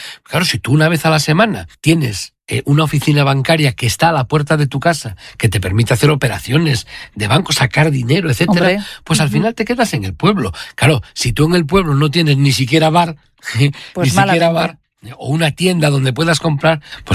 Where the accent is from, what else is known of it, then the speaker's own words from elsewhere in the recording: Bembibre, Castile and León, Spain; cuando salgo de Madrid y digo, me voy para mi tierra. Yo vivo en Bembibre. Bembibre no es un pueblo pequeño, pero allí estoy encantado de la vida.